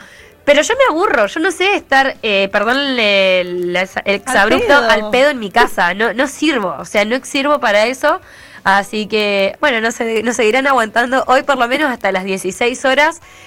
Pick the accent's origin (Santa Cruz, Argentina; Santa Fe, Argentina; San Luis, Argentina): Santa Cruz, Argentina; Perito Moreno; moved away; nos vamos rápidamente a mi ciudad natal, Perito Moreno